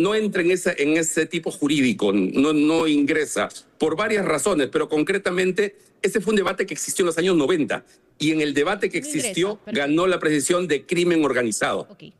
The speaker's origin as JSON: {"language": "Spanish", "town": "Trujillo", "region": "La Libertad", "country": "Peru", "tie": "born or raised there", "said": "Yo soy trujillano, yo he crecido allá y en distritos del Porvenir, Esperanza, Florencia de Mora"}